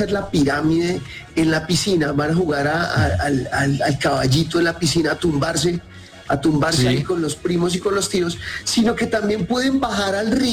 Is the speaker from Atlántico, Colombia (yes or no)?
yes; Barranquilla, Atlántico, Colombia; born there; also born or lived in Cúcuta; Entonces yo nací en Barranquilla.